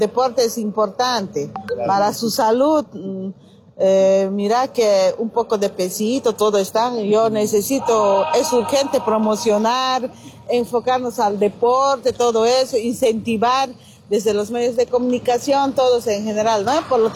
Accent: Bolivia; nosotros como bolivianos, bolivianas

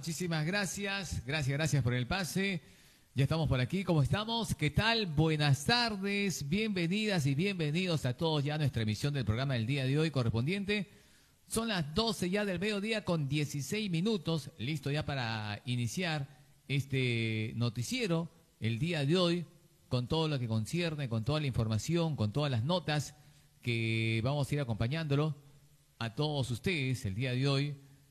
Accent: Peru

